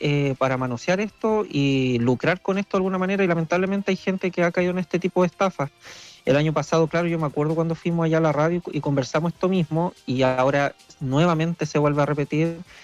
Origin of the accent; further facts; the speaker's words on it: Panguipulli, Los Ríos, Chile; Además que somos todos de Panguipulli, los comités son de aquí mismo.